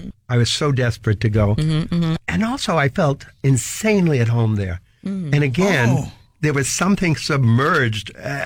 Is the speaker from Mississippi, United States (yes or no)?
no; New York City, New York, United States; Ever since I was very young, growing up in Brooklyn, New York, with no real experience of Asia, I was fascinated by Asia, by Japan, by China.